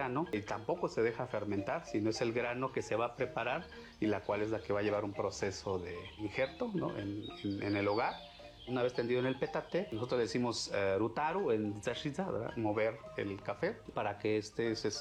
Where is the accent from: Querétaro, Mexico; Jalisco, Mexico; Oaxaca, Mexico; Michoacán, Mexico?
Oaxaca, Mexico; Tanetze de Zaragoza